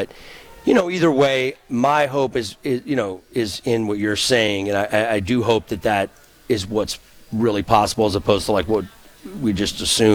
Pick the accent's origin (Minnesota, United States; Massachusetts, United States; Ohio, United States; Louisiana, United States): Louisiana, United States; and I mean, no offense, I'm from Louisiana, so, you know, we're a little probably more south than that.